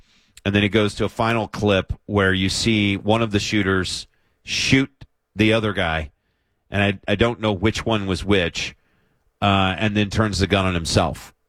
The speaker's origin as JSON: {"language": "English", "country": "United States"}